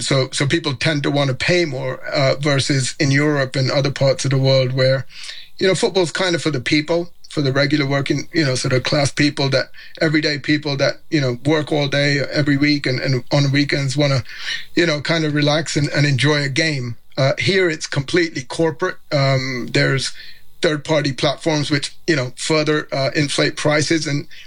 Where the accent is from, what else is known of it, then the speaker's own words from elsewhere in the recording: Wembley, London, United Kingdom; even though I'm originally from Wembley, the home of football.